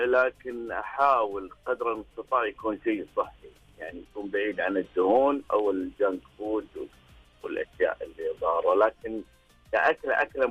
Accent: Riyadh, Riyadh Province, Saudi Arabia; أنا من الرياض.

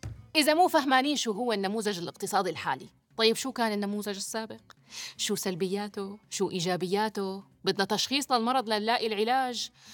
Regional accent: Syria; نحن وأنتو كسوريين عندنا عادة فظيعة

